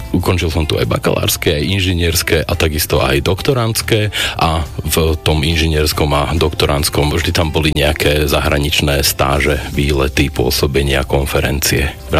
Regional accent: Sládkovičovo, Trnava Region, Slovakia; pochádzam zo Sládkovičova, pôsobím na Fakulte chemickej a potravinárskej technológie Slovenskej technickej univerzity v Bratislave.

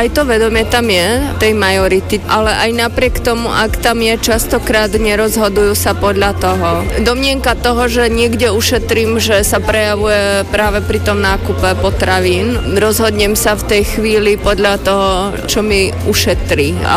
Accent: Šaľa, Nitra Region, Slovakia; ja som zo Šale a mám ukážkovú prírodnú záhradu v Dlhej nad Váhom.

